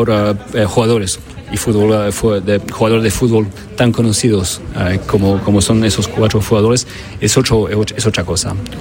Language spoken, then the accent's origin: Spanish; France; also born or lived in Chile; Bueno, yo nací en Chile, crecí en Francia